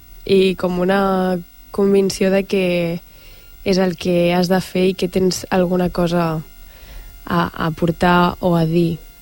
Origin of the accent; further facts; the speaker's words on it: Begues, Catalonia, Spain; now in Sant Boi de Llobregat, Spain; jo sóc de Begues i ara visc aquí a Sant Boi